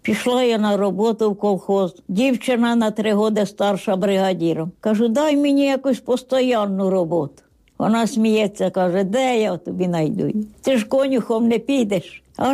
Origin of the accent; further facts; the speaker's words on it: Fedunka, Poltava Oblast, Ukraine; now in Dykanka, Ukraine; Народилася в Федунці Шишацького району. Там і жила до 22 років.